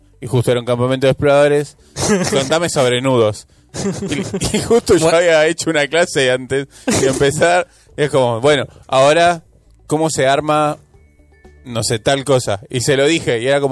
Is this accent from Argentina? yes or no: yes; Argentina; Pero es, como somos argentinos, sabemos todo, ¿entendés?